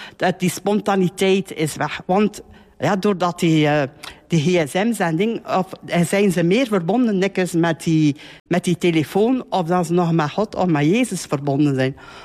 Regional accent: Moorslede, Flanders, Belgium; Ik ben hier geboren in Moorsleden en die vroeger het rusthuis is in Moorsleden. En dat was niet zoveel vroeger in de jaren. Ik ben in 59 geboren

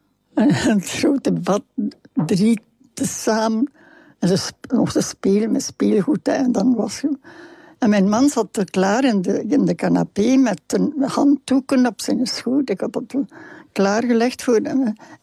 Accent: Flanders, Belgium; ja, maar ik ben een Vlaming.

